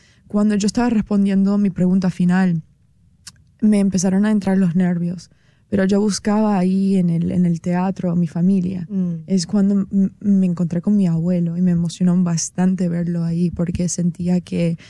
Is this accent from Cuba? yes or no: yes; Cuba; moved away; Bueno, como cubana en el exilio, yo sí le doy mucha importancia y respeto la posibilidad o el tener una postura diferente, ¿no?